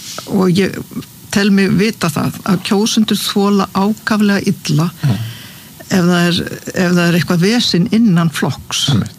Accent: Suðurnesjabær, Southern Peninsula, Iceland; samfylkingin vann sigur í Suðurnesjabæ, mínum heimabæ

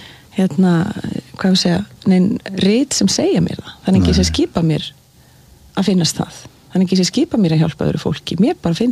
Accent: Reykjavík, Capital Region, Iceland; born there; Ég fædd í Reykjavík, en þegar ég fæðist þá búa foreldrar mínir á Hvammstanga.

